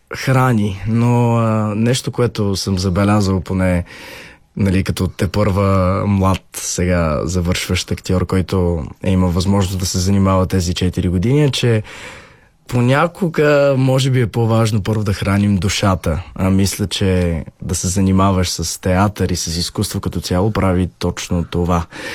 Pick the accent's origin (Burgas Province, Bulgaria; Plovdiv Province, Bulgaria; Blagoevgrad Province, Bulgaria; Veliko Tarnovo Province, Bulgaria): Burgas Province, Bulgaria; Burgas; тъй като аз съм от Бургас